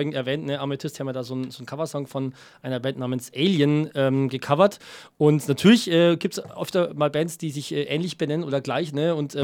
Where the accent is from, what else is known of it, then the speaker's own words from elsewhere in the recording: France; Ich komme aus Frankreich.